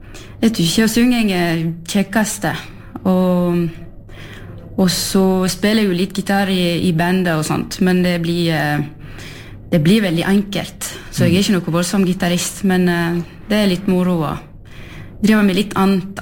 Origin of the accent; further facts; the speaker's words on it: Brussels, Brussels-Capital Region, Belgium; first language French; Norwegian is a second language; moved away as an adult; now in Norway; Jeg er født og oppvokst i Brussel i Belgia. Og da flyttet jeg hit i 16, så nå blir det 10 år siden, snart. Så fransk er jo morsmålet mitt.